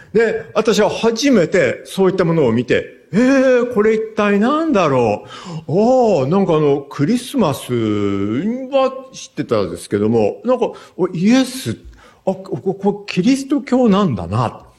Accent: Hakusan, Ishikawa, Japan; 私は本当にこう、真っ当に生まれ育ってですね、まあ当時はですね、真っ当、今白山市になりましたけども、旧市街ですけれども、で、教会なんかはないですし、で、クリスチャンなんてのは見たこともないですし、で、全く普通の、こう、仏教の因習のある、そういった家庭に生まれ育ってですね

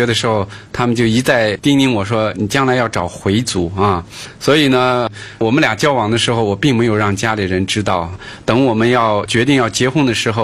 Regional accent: Lingwu, Ningxia, China; moved away; 我的所有亲人都是在宁夏回族自治区，他们没有机会接触福音。在我的家乡灵武市连一个教会都没有

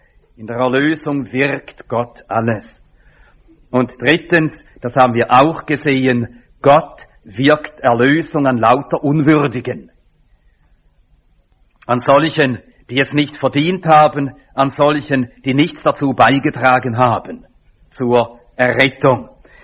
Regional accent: Finland; now in Switzerland; Aber ich stamme aus Finnland, gebürtig bin ich Finne, aber schwedischer Staatsbürger.

